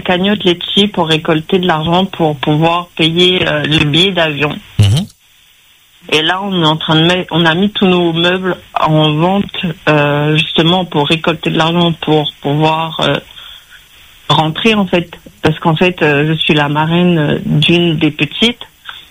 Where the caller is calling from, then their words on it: France; Je suis en France métropolitaine.